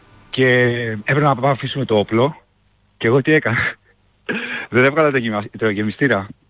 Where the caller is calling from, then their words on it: Athens, Attica, Greece; εγώ είμαι από Αθήνα